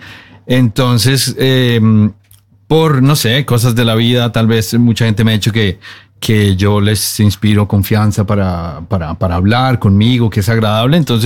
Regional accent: Bogotá, Colombia; moved away as an adult; also born or lived in Australia; now in Norway; yo soy colombiano, soy de Bogotá.

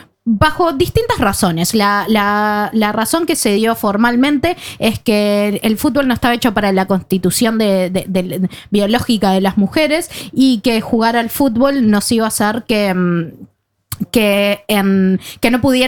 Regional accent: Uruguay; Sin duda, yo como uruguaya pido disculpas a los ganeses cada vez que me los cruzo.

